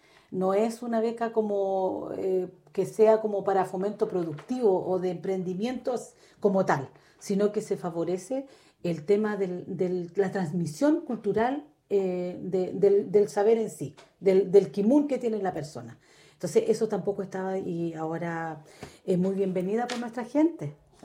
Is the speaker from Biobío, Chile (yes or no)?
no; San Juan de la Costa, Los Lagos, Chile; como yo, habitante también